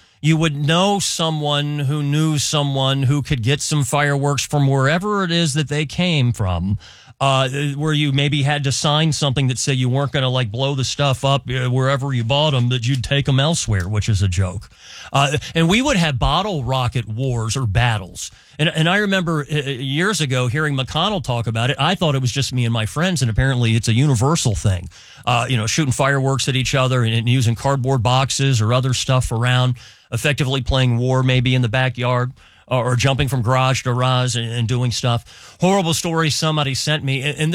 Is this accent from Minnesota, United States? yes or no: no; Dayton, Ohio, United States; moved away as an adult; now in Cincinnati, United States; We used to ride bikes down and go fishing, rivers or whatever else growing up in Dayton, like Stillwater or Little Miami, et cetera.